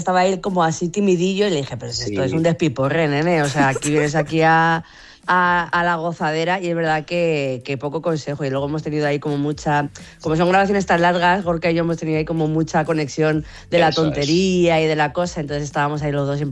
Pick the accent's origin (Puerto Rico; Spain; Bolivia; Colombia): Spain; Castilla-La Mancha; Efectivamente, igual que el tuyo, yo en mi pueblo de Castilla-La Mancha, con ese helado de corte, que era de tres sabores